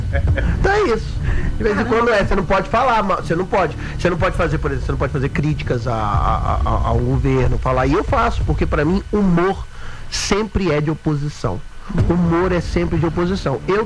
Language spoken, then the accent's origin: Portuguese; Guarani, Minas Gerais, Brazil; moved away; eu doei tudo pra Guarani, minha cidade natal. Tem 9 mil habitantes.